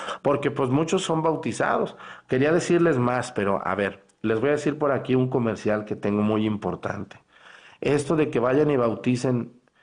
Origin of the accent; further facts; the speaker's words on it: Mexticacán, Jalisco, Mexico; moved away; En mi pueblo, allá en Mestigacán